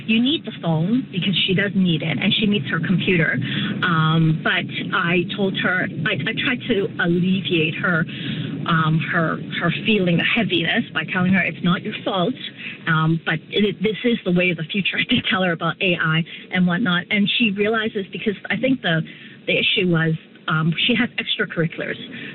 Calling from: Ontario, Canada; I'm calling from the York region, there's nothing.

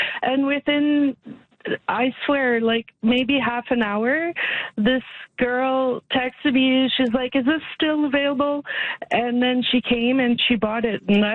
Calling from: Edmonton, Alberta, Canada; I am calling from Edmonton.

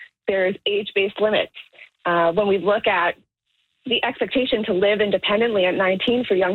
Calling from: Toronto, Ontario, Canada

